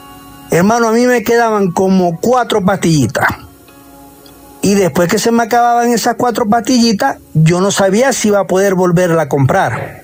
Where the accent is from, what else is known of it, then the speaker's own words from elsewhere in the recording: Maracaibo, Zulia, Venezuela; now in Soacha, Colombia; Hermano, estoy aquí en Ciudad Verde, en Soacha, pero soy de Maracaibo, Estado Zulia, Venezuela.